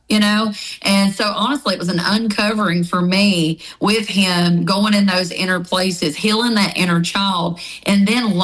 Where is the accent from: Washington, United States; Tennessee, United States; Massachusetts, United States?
Tennessee, United States; now in Scottsville, United States; So I'm originally from Tennessee, but I have been in Kentucky the last 19 years. I came to Kentucky whenever I was actually arrested.